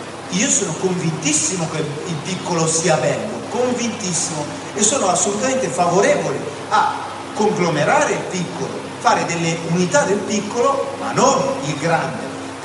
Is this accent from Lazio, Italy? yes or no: no; Lombardy, Italy; sono lombardo